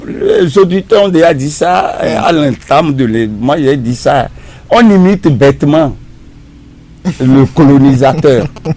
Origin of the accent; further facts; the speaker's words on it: Atacora, Benin; moved away; chez nous dans la Takora.